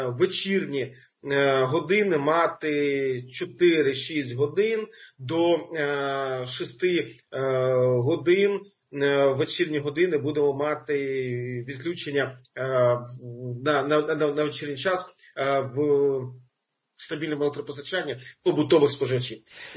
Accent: Kharkiv, Kharkiv Oblast, Ukraine; Харків готовий, це моє рідне місто.

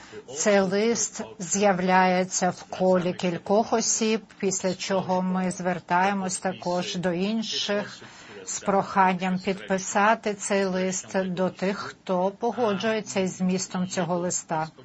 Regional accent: Subcarpathian Voivodeship, Poland; я родом із Підкарпаття, з південно-східної частини Польщі. Більш-менш моя місцевість знаходиться приблизно 30 кілометрів від кордону із Словаччиною, 80-90 з кордоном з Україною.

